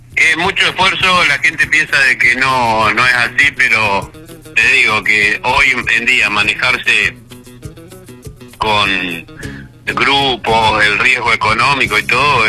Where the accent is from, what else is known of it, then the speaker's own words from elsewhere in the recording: Argentina; nosotros seguimos siendo Argentina